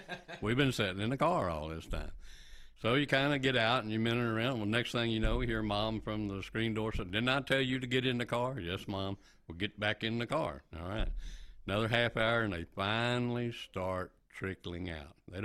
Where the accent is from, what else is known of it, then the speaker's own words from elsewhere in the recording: Lubbock, Texas, United States; And so we lived about 2.5 hour drive in Lubbock from the ranch there on the Pease River in Cottle County.